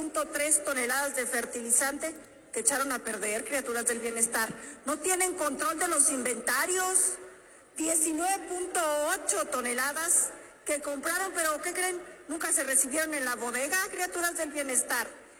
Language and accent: Spanish; Zacatecas, Mexico; siendo yo zacatecana